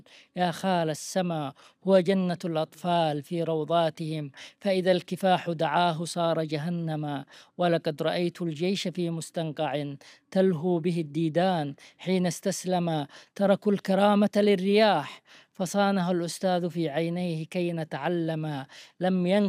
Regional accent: Yemen; أسكن في قريتي التي ولدت فيها على جبل يطل على تهامة وعلى البحر

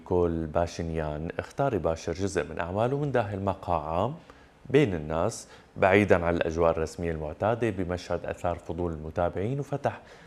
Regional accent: Syria; بلدنا سوريا.

